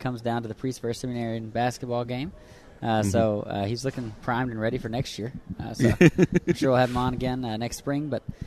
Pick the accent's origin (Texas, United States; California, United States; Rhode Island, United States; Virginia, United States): Texas, United States; Lufkin; I ran into my hometown pastor, Father Denzel, from Lufkin, Texas.